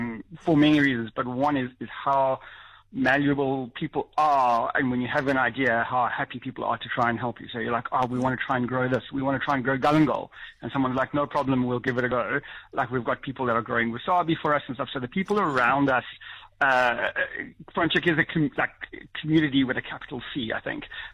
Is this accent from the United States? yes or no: no; Johannesburg, Gauteng, South Africa; moved away as an adult; also born or lived in United Kingdom